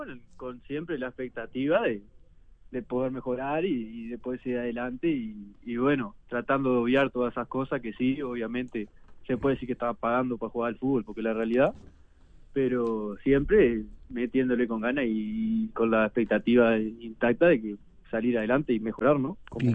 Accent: Nueva Helvecia, Colonia, Uruguay; Yo soy de Nueva Helvecia, sí.

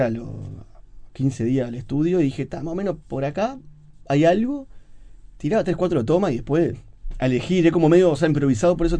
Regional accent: Uruguay; born there; esa cosa uruguaya, que yo no toco blues como se toca en Estados Unidos, porque no soy estadounidense.

